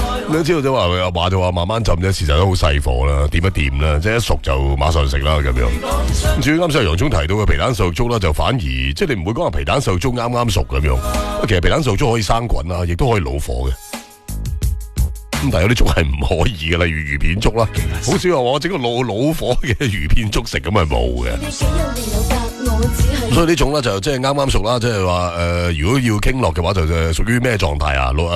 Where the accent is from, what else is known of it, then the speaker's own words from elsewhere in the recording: Guangdong, China; 同我哋广府人食嘅其中一种嘢有啲关系